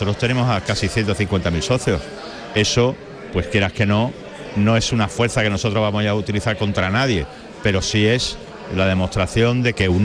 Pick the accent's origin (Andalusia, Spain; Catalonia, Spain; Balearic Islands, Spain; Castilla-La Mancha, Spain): Andalusia, Spain; Seville; yo soy sevillano del barrio del Museo. Yo he vivido muchísimos años aquí.